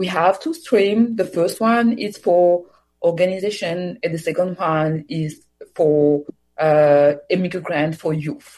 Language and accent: English; DR Congo; first language Swahili; English is a second language; moved away; I speak Swahili. It's my first, my mother tongues, because I'm from Democratic Republic of Congo, and so I speak Swahili, and I learn it at home, but also in school